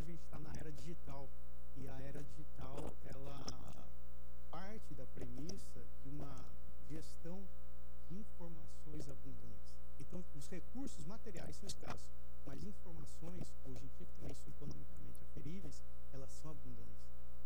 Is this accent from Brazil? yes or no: yes; Mato Grosso, Brazil; Eu venho do Mato Grosso